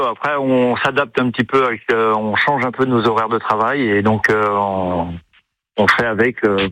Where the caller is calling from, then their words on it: Saint-Vincent-des-Landes, Pays de la Loire, France; Actuellement, je suis pas à Saint-Vincent-des-Landes, mais je suis de Saint-Vincent-des-Landes. Je suis en travaux sur la commune de Danceny